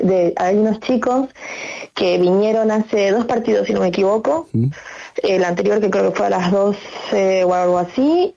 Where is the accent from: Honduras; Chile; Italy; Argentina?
Argentina; now in Spain; O sea, todos somos argentinos, todos, da igual de donde seas, todos son argentinos.